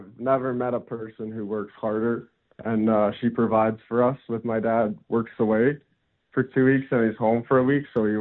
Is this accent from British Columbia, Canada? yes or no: no; Dauphin, Manitoba, Canada; born or raised there